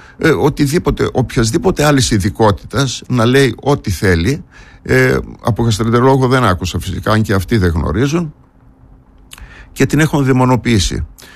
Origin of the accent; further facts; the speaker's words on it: Greece; ότι είμαι ένας Έλληνας του εξωτερικού με αυτές τις ειδικότητες, τις σπάνιες, και θέλω να έρθω ξανά στην Ελλάδα να συμβάλλω, εν πάση περιπτώσει, όσο μπορώ στην πατρίδα μου.